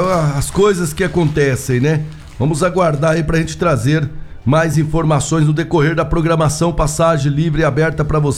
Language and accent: Portuguese; Rolândia, Paraná, Brazil; Sou aqui de Rolândia … sou amigo do Ratolino.